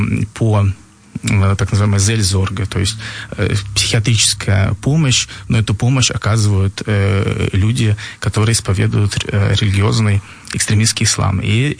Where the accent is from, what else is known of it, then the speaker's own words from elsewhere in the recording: Russia; moved away as an adult; now in Berlin, Germany; Я уехал из России, потому что меня преследовала власть.